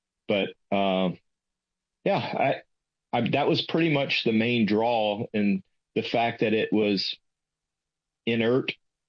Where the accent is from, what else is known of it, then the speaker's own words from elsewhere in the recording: Chattanooga, Tennessee, United States; We didn't make it to Knoxville this last round, but I'm from Chattanooga originally.